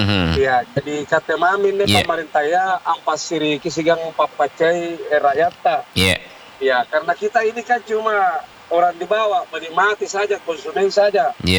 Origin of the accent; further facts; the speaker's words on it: South Sulawesi, Indonesia; sehingga kita orang Sulsel ini bisa menikmati yang tidak antri lagi untuk mendapatkan BBM.